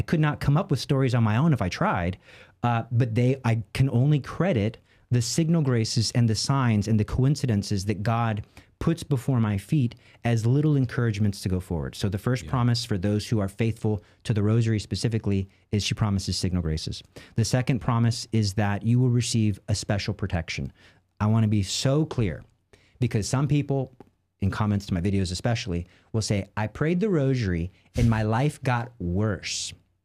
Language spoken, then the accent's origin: English; Texas, United States; I'm from Texas.